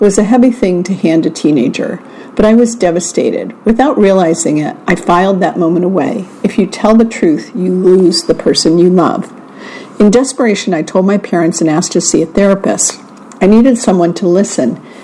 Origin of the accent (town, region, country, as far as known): Roanoke, Virginia, United States; born or raised there